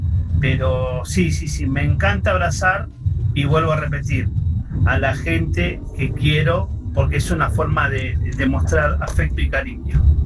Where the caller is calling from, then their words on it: Bernal, Buenos Aires Province, Argentina; de Bernal.